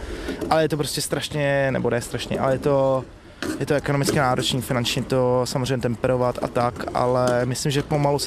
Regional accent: Prague, Czechia; já jsem vlastně z Prahy 7

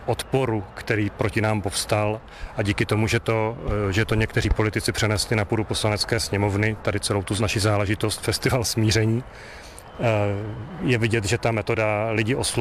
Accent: Brno, South Moravian Region, Czechia; jsem tady z Brna, šťastně tady žijí celý život s výjimkou nějakého studia v zahraničí.

